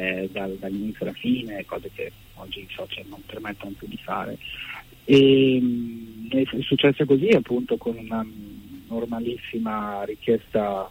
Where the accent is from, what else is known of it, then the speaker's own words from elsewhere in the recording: Milan, Lombardy, Italy; born there; L'Italia, sono nato a Milano.